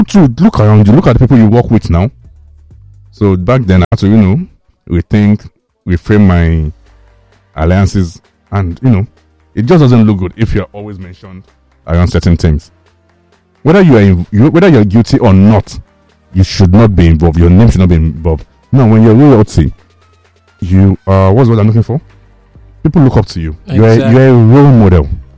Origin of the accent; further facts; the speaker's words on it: Nigeria; as a Nigerian